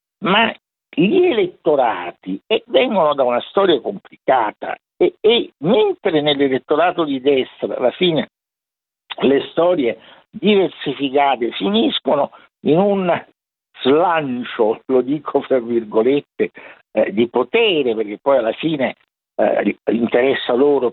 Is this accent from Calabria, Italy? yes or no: no; Rome, Lazio, Italy; io sono un romano, non è un termine dispregiativo, Roma è la capitale.